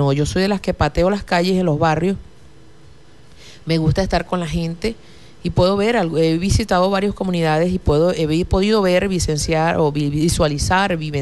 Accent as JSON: {"language": "Spanish", "town": "Machiques", "region": "Zulia", "country": "Venezuela", "said": "nuestro municipio de Machique de Perijá"}